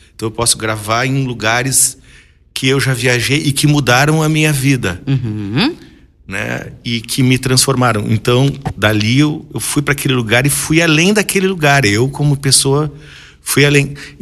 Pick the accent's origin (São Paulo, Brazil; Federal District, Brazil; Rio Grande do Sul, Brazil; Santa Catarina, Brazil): Rio Grande do Sul, Brazil; Bagé; now in Rio Grande, Brazil; Sobre Bagé um pouco, que é a minha terra natal.